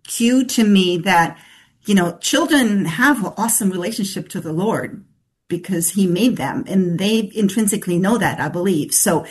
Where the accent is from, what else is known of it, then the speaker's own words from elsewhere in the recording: Germany; moved away; I grew up in Germany, and most of my musical experience was German.